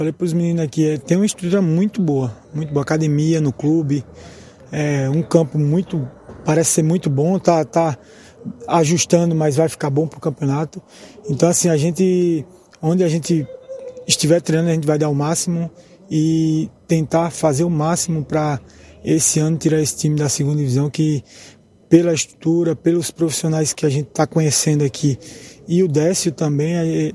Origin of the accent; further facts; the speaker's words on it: João Pessoa, Paraíba, Brazil; now in Rio Grande do Sul, Brazil; eu sou natural de João Pessoa. No começo a gente sempre sente um pouco, essa época de frio aqui é bem pesado para a gente que é de lá do Nordeste.